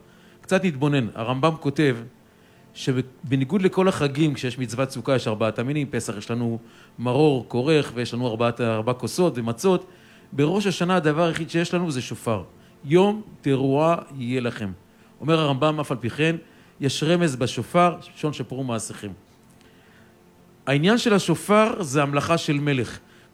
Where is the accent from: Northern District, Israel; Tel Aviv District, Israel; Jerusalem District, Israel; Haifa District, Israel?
Tel Aviv District, Israel; Bnei Brak; now in Netanya, Israel; וכמובן מרב העיר שגדלתי בין ברכיו, רב דוד שלוש, הביא אותי מבני ברק לפה לנתניה.